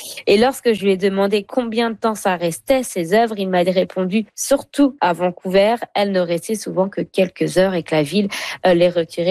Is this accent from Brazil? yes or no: no; France; moved away; Moi, c'est pareil. À mon accent, vous l'avez reconnu. Hein. Moi, j'ai grandi en France